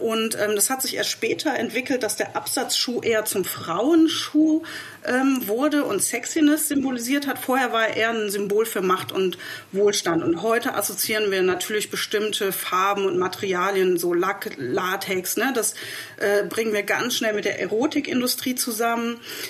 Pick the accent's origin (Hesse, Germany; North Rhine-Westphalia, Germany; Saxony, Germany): Saxony, Germany; Leipzig; und dann habe ich halt erstmal rund um meine Heimatstadt Leipzig recherchiert.